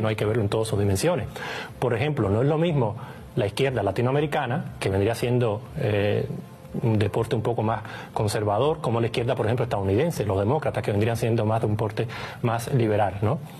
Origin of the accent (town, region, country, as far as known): Russia